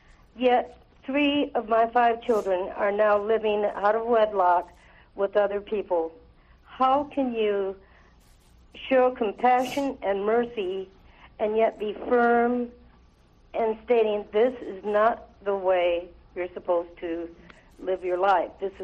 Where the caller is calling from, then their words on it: Spokane, Washington, United States; Spokane, Washington.